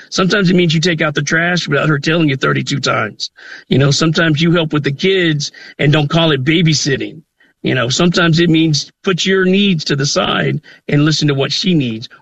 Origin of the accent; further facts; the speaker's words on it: Southern United States, United States; I grew up on wrestling in the South.